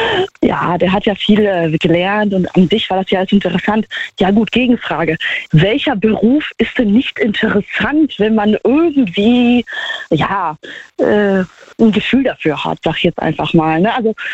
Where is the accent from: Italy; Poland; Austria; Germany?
Poland; Ich komme auch aus Polen, ich bin jetzt auch nicht Gold geboren, sag ich jetzt mal.